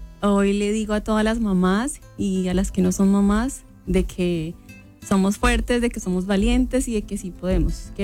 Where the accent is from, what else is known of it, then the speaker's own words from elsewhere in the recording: Colombia; moved away as an adult; now in Omaha, United States; Bueno, soy originaria de Colombia. Llevo 4 años aquí en Estados Unidos. En Omaha llevo 3 años y algo.